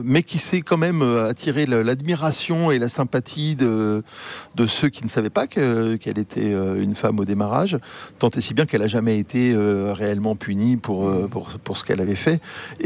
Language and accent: French; Martinique, France; born or raised there; also born or lived in Rouen